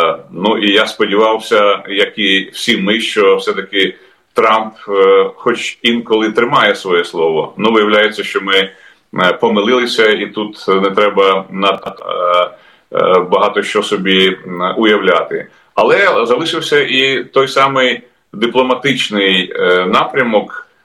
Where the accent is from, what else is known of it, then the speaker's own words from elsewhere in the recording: Kyiv, Ukraine; як і всі ми кияни